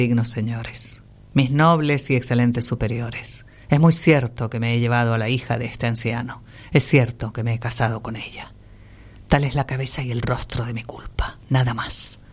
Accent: Canary Islands, Spain; also born or lived in London; Ustedes ya saben que yo nací en Londres. … Pero bueno, por muy nacida en Londres que sea, soy canaria porque me trajeron a los 6 meses.

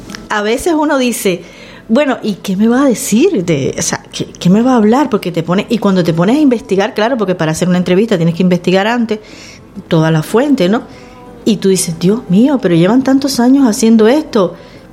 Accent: Cuba; now in Canary Islands, Spain; en Canarias nunca me han discriminado por ser cubana, no es el caso, a veces ya no ni me doy cuenta que soy cubana

